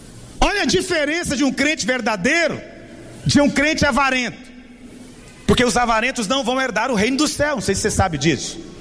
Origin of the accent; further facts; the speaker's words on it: Goiás, Brazil; Eu sou goiano, eu falo dá conta, né?